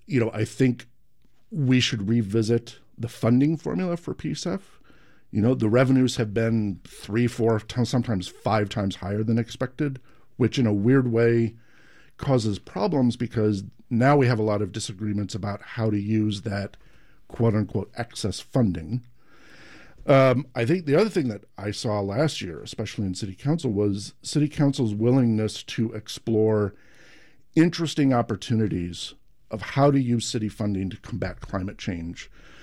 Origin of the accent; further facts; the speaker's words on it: Midwest, United States; moved away as an adult; also born or lived in Washington, D.C.; now in Oregon, United States; I grew up in the Midwest, moved out here to Oregon State, go to Oregon State University, and graduated twice, almost three times.